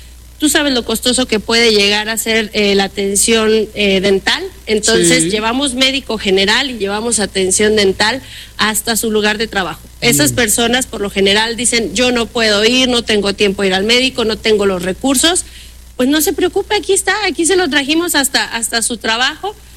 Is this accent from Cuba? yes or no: no; Mexico; soy mexicana.